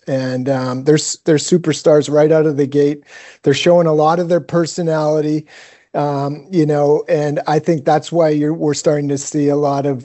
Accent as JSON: {"language": "English", "town": "Vancouver", "region": "British Columbia", "country": "Canada", "said": "I'm from Vancouver."}